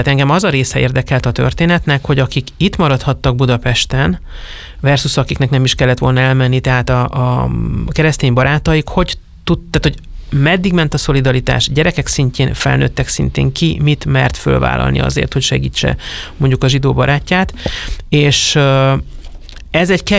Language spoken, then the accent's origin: Hungarian; Transylvania, Romania; az erdélyi magyar kisebbség tagja vagyok